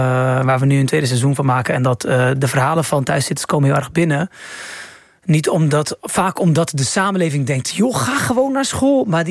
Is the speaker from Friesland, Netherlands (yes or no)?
no; Rotterdam, South Holland, Netherlands; Ik kom uit... Blijswijk, eigenlijk Rotterdam. Ja. Ik kom uit Rotterdam